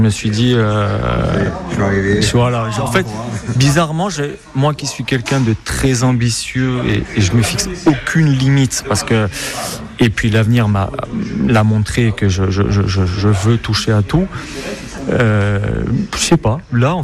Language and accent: French; Lyon, Auvergne-Rhône-Alpes, France; born there; now in Bastia, France; je suis né à Lyon, Lyon 3, de père corse et de mère italienne. J'ai toujours grandi dans la culture corse parce que ça parlait pas beaucoup français à la maison, donc on n'avait pas trop le choix si on voulait communiquer. Et après je suis rentré à Bastia très tôt